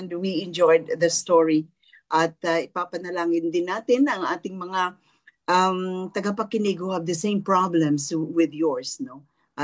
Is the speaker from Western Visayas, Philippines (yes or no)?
yes; Western Visayas, Philippines; first language Hiligaynon (Ilonggo); Tagalog is a second language; but I did it in Ilonggo. And I'm trying. I talagang yun ang mother tongue ko eh.